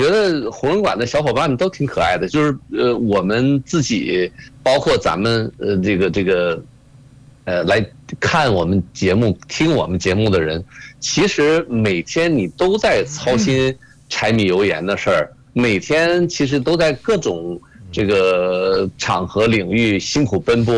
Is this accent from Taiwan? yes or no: no; China; 我们中国人